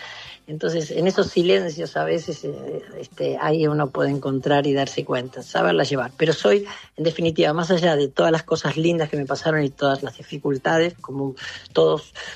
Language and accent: Spanish; Buenos Aires, Argentina; born there; also born or lived in Mercedes, Buenos Aires Province; now in Córdoba, Argentina; yo nací en Mercedes, toda la familia por parte de mi mamá es de Mercedes, mis padres vinieron para Flores, para el barrio de Flores, sé que una mezcla del barrio de Flores y Mercedes, y íbamos todos los fines de semana y los veranos los pasaba en Mercedes